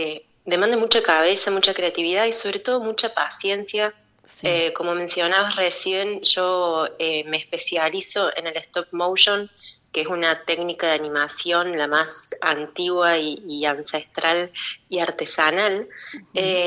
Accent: Córdoba, Argentina; accent: tonada; yo estudié cine en Córdoba, yo soy de Córdoba, Argentina.

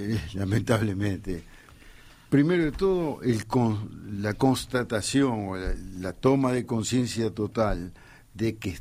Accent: Uruguay; Yo considero que, visto como uruguayo

